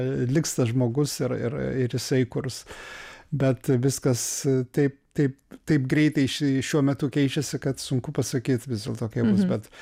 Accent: Vievis, Vilnius County, Lithuania; Mes netgi beveik iš to pačio rajono, jisai iš Trakų, aš iš Vievio. Kažkada trakai buvo... Vievis buvo Trakų rajone, dabar Elektrėnų, aišku, savivaldybėj

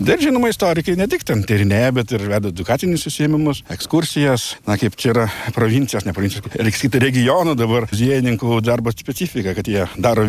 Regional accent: Rokiškis, Panevėžys County, Lithuania; Taip, gimęs ir augęs Rokiškyje. Šiuo metu gyvenu netoli Rokiškio, Bajorų kaime, ten porą kilometrų nuo jo.

